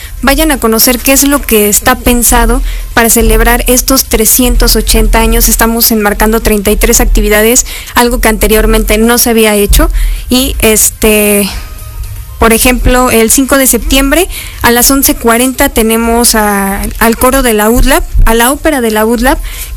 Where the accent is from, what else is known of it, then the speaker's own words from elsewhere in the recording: Puebla, Mexico; sobre todo de un tema sumamente importante como poblanas, como poblanos